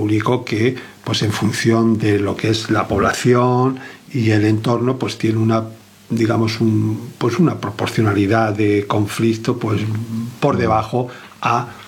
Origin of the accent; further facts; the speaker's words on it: Madrid, Community of Madrid, Spain; also born or lived in Alicante; now in Alcoy, Spain; Tuve varios destinos en Madrid, porque bueno, es la ciudad de la que provengo, aunque no nací en Madrid, pero desde niño fui allí, y allí es donde he desarrollado la mayor parte de, digamos, de mi carrera profesional.